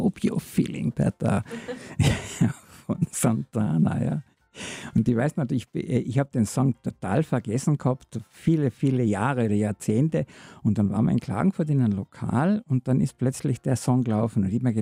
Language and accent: German; Bavaria, Germany; moved away; ich bin ja ein gebürtiger Bayer, eigentlich ein Franke. Und dort ist das in Franken, in meiner richtigen Heimat